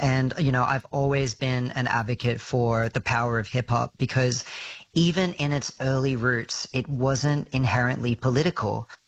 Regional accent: Brewarrina, New South Wales, Australia; on my mom's side, I'm Filipino, and on my father's side, I'm Aboriginal. I'm Wurundjeri from Briwarrina, and I've never at that time met anyone like me.

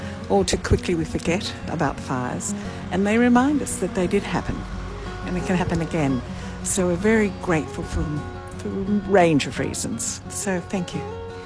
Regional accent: Merton, Victoria, Australia; I'm from Merton, which is about 25 kilometres out of Euroa, and I love living here.

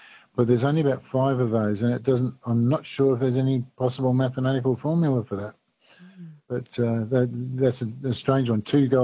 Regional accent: London, United Kingdom; born there; I was born down south near Crystal Palace.

